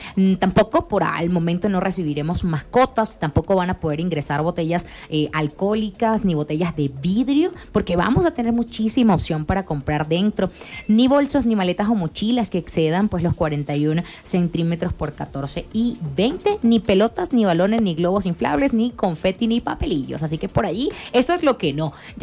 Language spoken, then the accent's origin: Spanish; Venezuela; now in Mexico; yo soy venezolana, pero ya estoy bien adoptada en México